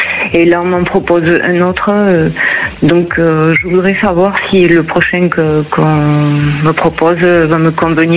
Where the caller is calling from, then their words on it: Occitanie, France; Je vous appelle de l'Occitanie.